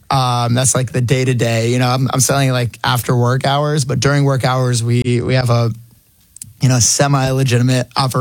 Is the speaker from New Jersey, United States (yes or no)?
yes; New Jersey, United States; born or raised there